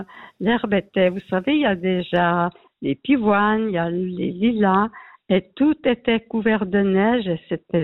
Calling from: Leysin, Vaud, Switzerland; moi, j'habite à Lesin depuis passé 60 ans.

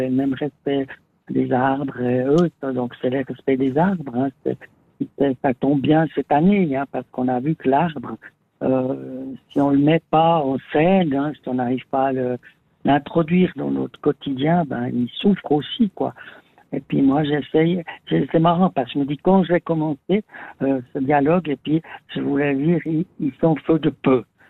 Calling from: Vaud, Switzerland; j'habite donc dans un petit village, dans le Gros de Vaud, depuis plus de 50 ans.

